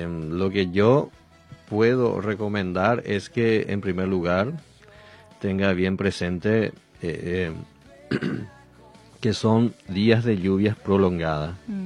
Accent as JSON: {"language": "Spanish", "town": "Luque", "region": "Central", "country": "Paraguay", "said": "vengo de Luque, puedo sentir eso a propia piel."}